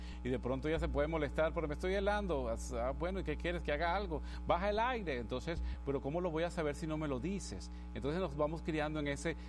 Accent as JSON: {"language": "Spanish", "country": "Venezuela", "first_language": "Spanish", "said": "yo soy de Venezuela, y tenemos el mismo idioma español, pero tenemos diferentes expresiones"}